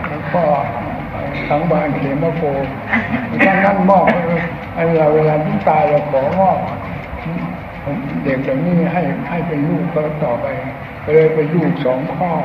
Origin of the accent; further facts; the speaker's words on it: Isan, Thailand; ชาวอีสานก็พูดถึงองค์ความตนเราเป็นคนชาวอีสาน